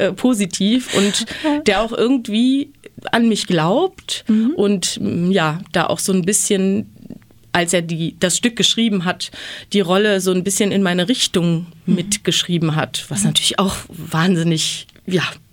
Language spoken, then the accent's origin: German; West Germany, Germany; born there; moved away as an adult; now in Thuringia, Germany; Ich bin eben total im Westen geboren, 1987, also kurz vor der Wende.